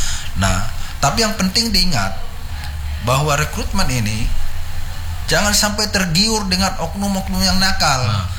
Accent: Medan, North Sumatra, Indonesia; moved away as an adult; now in East Kalimantan, Indonesia; seperti saya juga orang Medan

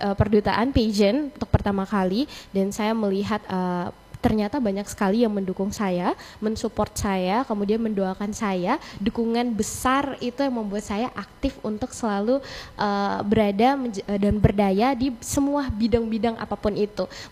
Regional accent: Central Sulawesi, Indonesia; now in Gorontalo, Indonesia; saya ini orang Sulawesi Tengah, saya tidak tahu bahasa Gorontalo dan sedang belajar.

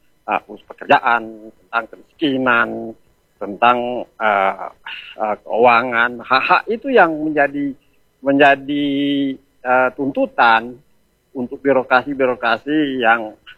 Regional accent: Airmadidi, North Sulawesi, Indonesia; Walaupun saya Kancingan, saya asli Armadi, saya lahir di Armadi.

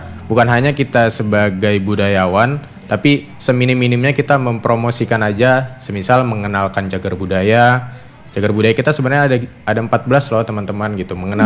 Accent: East Kalimantan, Indonesia; now in Samarinda, Indonesia; saya juga sendiri orang Kutai kebetulan. Mama dari orang Kutai. Dan beberapa kata saya masih sulit mengucapkan bahkan.

